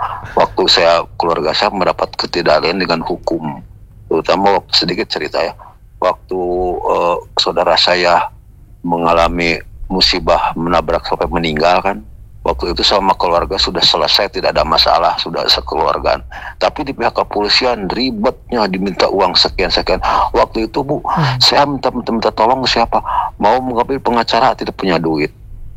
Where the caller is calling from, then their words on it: Bandung, West Java, Indonesia; Saya dari Jawa Barat nih ya, begini dari Bandung Timur